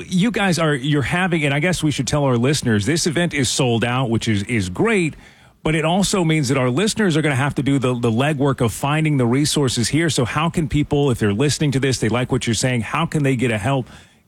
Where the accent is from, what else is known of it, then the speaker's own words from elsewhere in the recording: South Carolina, United States; I grew up in South Carolina, so I'm used to like sunshine and warm weather.